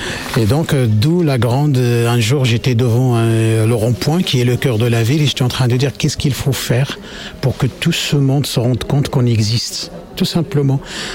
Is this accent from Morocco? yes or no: yes; Morocco; Moi, je suis marocain.